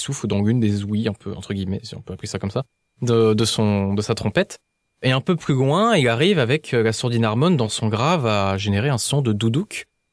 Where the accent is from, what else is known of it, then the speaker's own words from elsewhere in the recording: Salon-de-Provence, Provence-Alpes-Côte d'Azur, France; suis rentré au conservatoire de ma petite ville, Salon de Provence, là d'où je viens